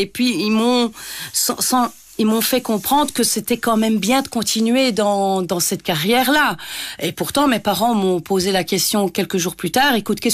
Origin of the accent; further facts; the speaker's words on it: Liège, Wallonia, Belgium; qu'on vient de Liège, on est dans une petite ville, mes parents sont avec nous